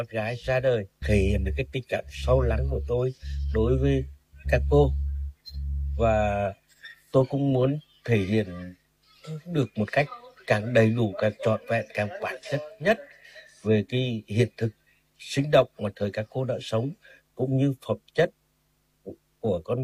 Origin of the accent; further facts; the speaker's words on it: Hà Tĩnh, Vietnam; Tôi là một người Hà Tĩnh